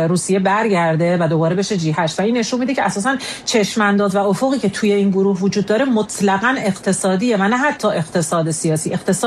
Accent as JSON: {"language": "Persian", "country": "Iran"}